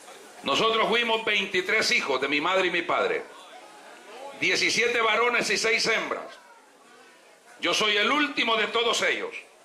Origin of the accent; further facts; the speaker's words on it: El Salvador; also born or lived in Honduras; Yo tengo tres nacionalidades para la gloria del Señor. Soy hondureño por nacimiento, de padres salvadoreños. Y soy salvadoreño por crecimiento.